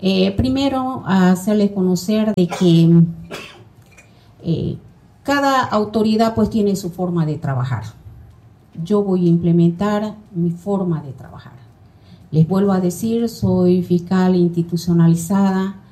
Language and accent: Spanish; Santa Cruz, Bolivia; mi compromiso con mi pueblo cruceño